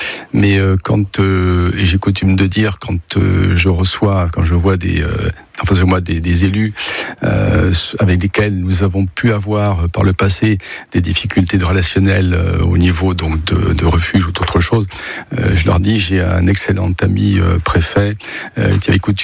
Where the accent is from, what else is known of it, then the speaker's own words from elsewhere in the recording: Occitanie, France; born there; c'est totalement par hasard que je suis né dans le Gard.